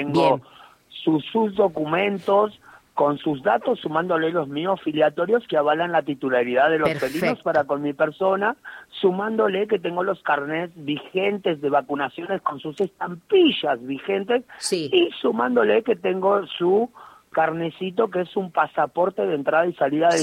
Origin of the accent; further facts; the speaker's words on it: Buenos Aires, Argentina; Bueno, yo soy de Buenos Aires, de Capital. Bueno, de hecho, sin ir más lejos, vivo más en otros países que en el mío.